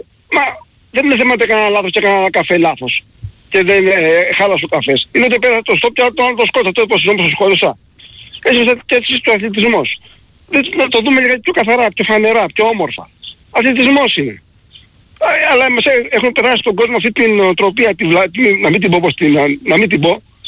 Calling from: Central Greece, Greece; είμαι από Εύβοια.

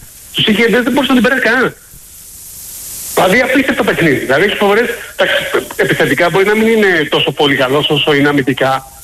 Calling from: Bristol, South West England, United Kingdom; είμαι από τον Bristol

